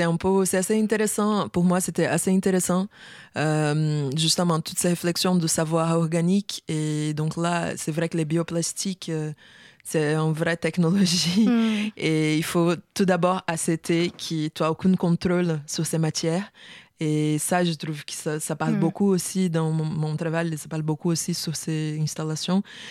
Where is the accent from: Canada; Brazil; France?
Brazil; Rio de Janeiro; c'est un voyage d'exploration qui est arrivé à, chez moi, à Rio de Janeiro.